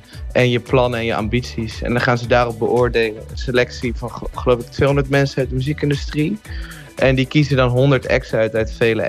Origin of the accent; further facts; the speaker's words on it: Wageningen, Gelderland, Netherlands; moved away as an adult; now in Enschede, Netherlands; Maar zelf kom ik eigenlijk uit Wageningen, dat klopt.